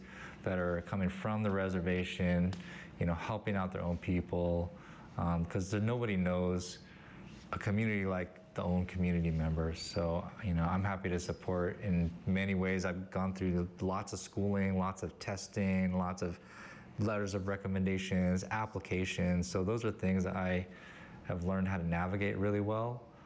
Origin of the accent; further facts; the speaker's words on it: Seattle, Washington, United States; now in Warm Springs, United States; So I grew up in suburban Seattle